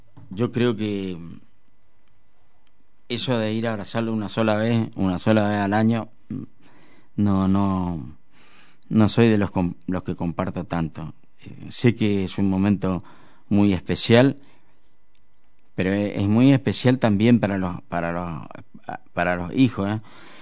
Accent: Curuzú Cuatiá, Corrientes, Argentina; Yo tuve la suerte que nunca me fui de Curuzú. Me fui solamente por el tema de la guerra de Malvinas, que fueron no sé exactamente cuánto tiempo, un mes creo que fue. Y nada más, no me ausenté de Curuzú

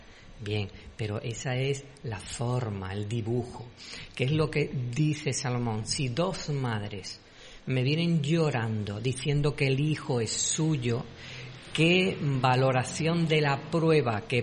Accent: Andalusia, Spain; nosotros que somos de Broa del Guadalquivir

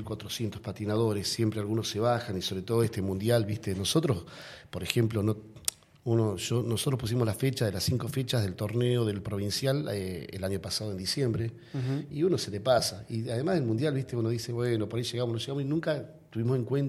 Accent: San Carlos de Bariloche, Río Negro, Argentina; Yo soy de San Carlos de Bariloche

